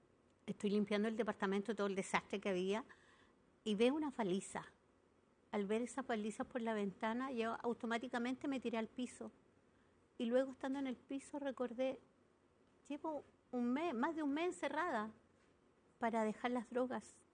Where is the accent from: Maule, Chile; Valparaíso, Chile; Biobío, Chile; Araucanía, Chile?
Maule, Chile; Parral; born there; now in Bajos de Mena, Puente Alto, Chile; mi lugar de origen es Parral, pero nací, me crié en Parral, me malcrié en Bajos de Mena y me transformé en Bajos de Mena. Entonces, siento que le debo mucho a mi barrio.